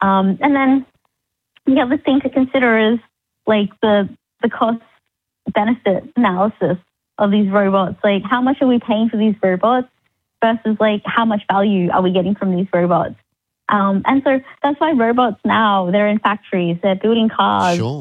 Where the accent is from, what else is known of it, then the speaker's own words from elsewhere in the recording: Cairns, Queensland, Australia; When I was growing up in Cairns, I really wanted to learn how to code. Like when I was 10 or 11, I was like, oh, I really want to learn coding.